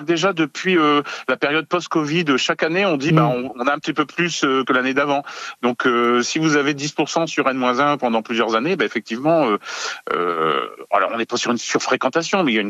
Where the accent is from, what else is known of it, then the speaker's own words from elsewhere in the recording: Hauts-de-France, France; parce que pour chez nous, dans le Nord, quand il pleut pas pendant 2 ou 3 mois, c'est quand même exceptionnel.